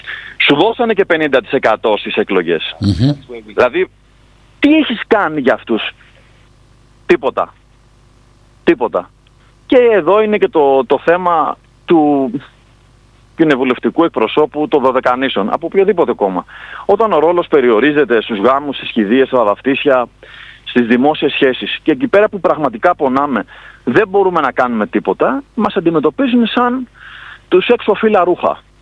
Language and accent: Greek; Rhodes, South Aegean, Greece; σαν Ροδίτης